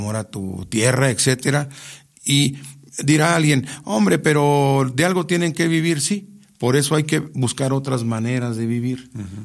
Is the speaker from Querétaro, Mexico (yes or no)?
yes; San Juan del Río, Querétaro, Mexico; moved away; abonar en algo a mis orígenes en San Juan del Río.